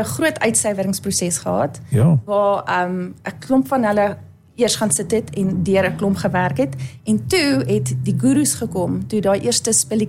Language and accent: Afrikaans; Hartbeespoort, North West, South Africa; Ek is van Hartbeespoort oorspronklik. Ek is 'n onderwyseres hierso al vir 15 jaar.